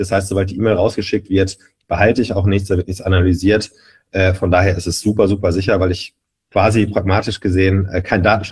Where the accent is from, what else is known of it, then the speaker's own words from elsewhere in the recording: Duisburg, North Rhine-Westphalia, Germany; moved away; ich komme aus Duisburg